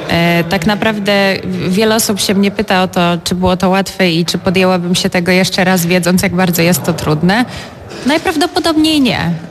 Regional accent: Opole, Opole Voivodeship, Poland; Ja jestem rodowitą Opolanką

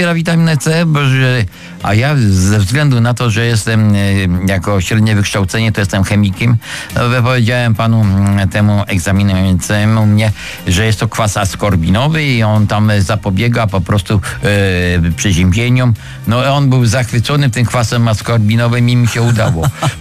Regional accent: Silesian Voivodeship, Poland; ja byłem od dziecka z górami związany. Ja jestem Ślązakiem Cieszyńskim, ojciec się w Ustroniu urodził

